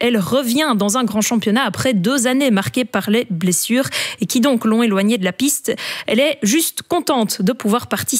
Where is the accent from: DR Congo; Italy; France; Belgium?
Belgium; Wavre, Wallonia; Et oui, puisqu'elle se tient en partie chez nous à Wavre.